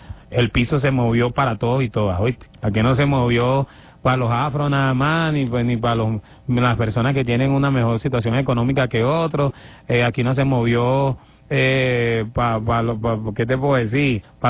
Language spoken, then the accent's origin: Spanish; Venezuela; demostrar lo que realmente somos como venezolanos.